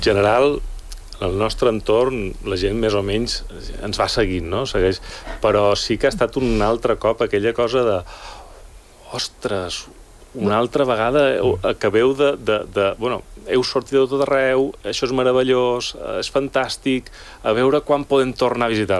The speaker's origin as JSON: {"language": "Catalan", "region": "Balearic Islands", "country": "Spain", "said": "Bé, jo som de Mallorca"}